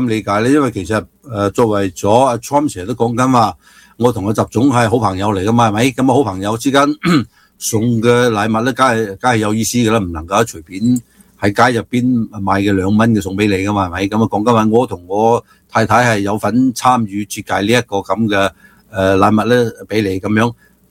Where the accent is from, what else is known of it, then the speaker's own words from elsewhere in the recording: United States; 因为其实我作为美国人，我都唔好想要呢个大熊猫，